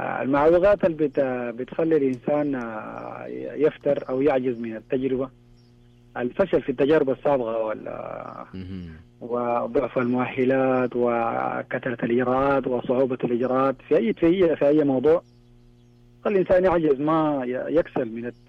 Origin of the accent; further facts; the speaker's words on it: Sudan; now in Riyadh, Saudi Arabia; من السودان إن شاء الله.